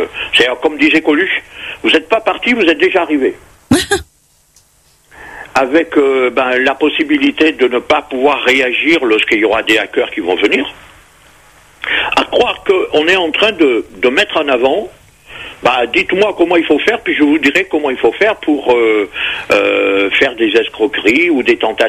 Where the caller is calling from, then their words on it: Paris, Île-de-France, France; moi j'habite à Paris, donc là je suis retraité depuis déjà 10 ans.